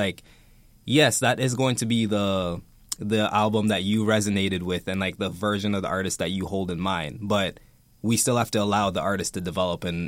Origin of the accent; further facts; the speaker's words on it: Jamaica; being a Jamaican myself